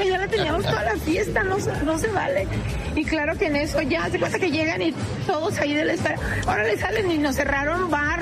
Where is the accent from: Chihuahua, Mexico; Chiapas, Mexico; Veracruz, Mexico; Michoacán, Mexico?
Chihuahua, Mexico